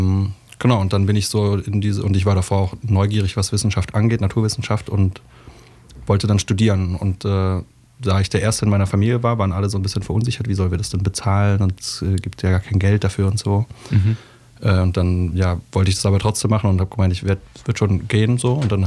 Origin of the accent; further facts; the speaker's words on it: Baden-Württemberg, Germany; ich bin in Oberschwaben aufgewachsen. Meine Mama und meine Oma haben mich großgezogen.